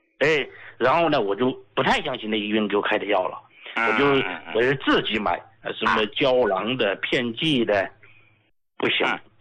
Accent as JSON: {"language": "Chinese", "region": "Sichuan", "country": "China", "accent": "Sichuan", "said": "用我们四川话讲呢，那睡的踏实了"}